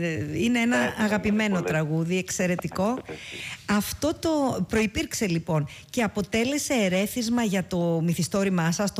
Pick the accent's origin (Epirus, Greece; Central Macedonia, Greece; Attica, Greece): Epirus, Greece; Arta; born there; την Άρτα κυρίως, την πατρίδα μου εκεί, την Ήπειρο